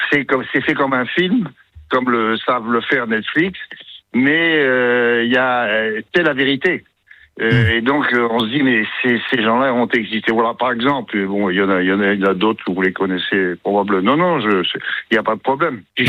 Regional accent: Normandy, France; je suis remonté chez moi en Normandie, là.

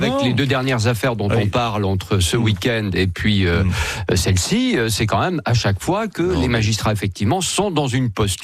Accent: Nantes, Pays de la Loire, France; moved away as an adult; en 86, moi, c'est une année importante pour moi, parce que j'ai quitté Nantes, j'ai quitté mon papa et ma maman.

